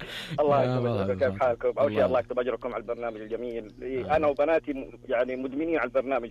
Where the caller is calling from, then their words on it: Dammam, Eastern Province, Saudi Arabia; اليوم احنا متحمسين من الدمام.